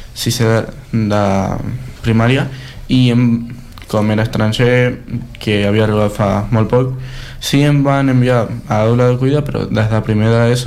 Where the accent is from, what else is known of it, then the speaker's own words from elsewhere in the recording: Argentina; Catalan is a second language; gent també nota molt quan ets d'un altre país i normalment la gent diu sempre, gairebé sempre, que sóc argentí.